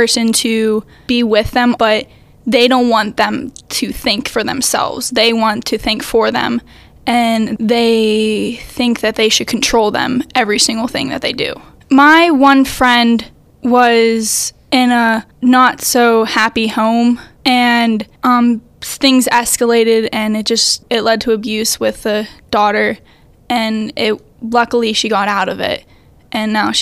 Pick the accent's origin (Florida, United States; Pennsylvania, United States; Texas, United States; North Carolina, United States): Pennsylvania, United States; South Allegheny; I'm 17 from South Allegheny.